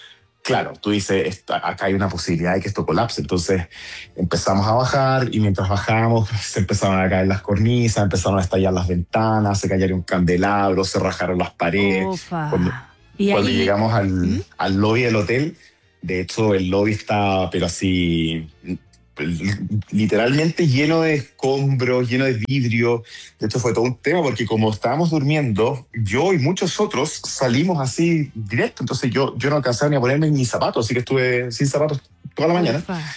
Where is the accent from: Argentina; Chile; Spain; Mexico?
Chile; Yo, como chileno